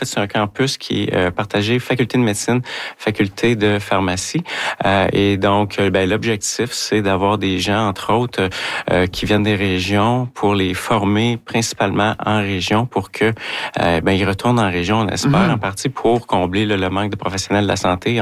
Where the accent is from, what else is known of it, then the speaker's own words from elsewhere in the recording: Quebec, Canada; Étant donné que je viens de l'Abitibi, je suis très sensible à ce besoin-là.